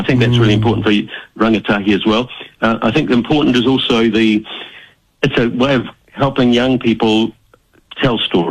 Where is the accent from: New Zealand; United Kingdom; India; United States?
New Zealand